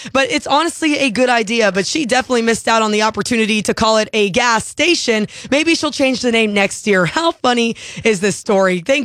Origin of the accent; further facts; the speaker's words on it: Houston, Texas, United States; my hometown of Houston, Texas